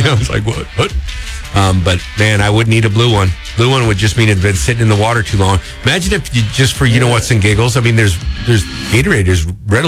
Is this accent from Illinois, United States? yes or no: no; Boston, Massachusetts, United States; accent: New England; moved away; all my life, where I grew up in Boston, it's hot dog.